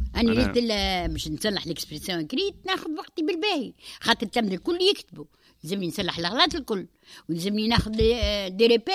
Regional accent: Ezzahra, Ben Arous, Tunisia; moved away; also born or lived in Tunis; قلت لك انا من زهره

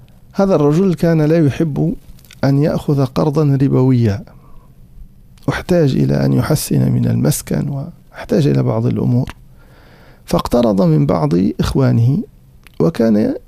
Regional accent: Sfax Governorate, Tunisia; عندنا في صفاقس

